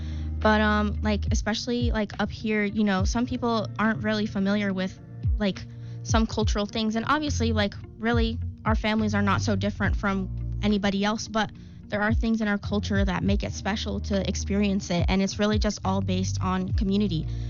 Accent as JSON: {"language": "English", "area": "Long Island", "region": "New York", "country": "United States", "tie": "born there", "moved": "as an adult", "lives_now": "Fredonia, United States", "said": "I'm from the Dominican Republic, but I was born on Long Island. I'm not actually from there."}